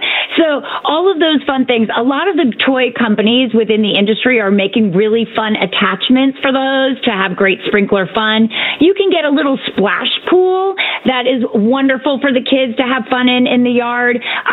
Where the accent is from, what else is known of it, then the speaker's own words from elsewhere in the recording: Mansfield, Ohio, United States; I grew up in Mansfield, Ohio.